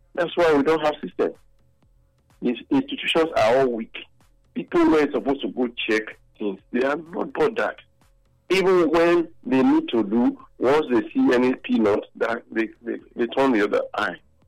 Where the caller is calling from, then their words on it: Nigeria; I'm calling from Obisha Quarter.